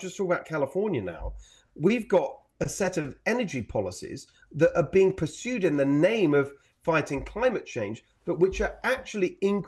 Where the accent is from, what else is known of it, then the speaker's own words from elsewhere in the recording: England, United Kingdom; born there; And when I was a kid, I was born in England. My parents are Hungarian. My stepfather's Hungarian.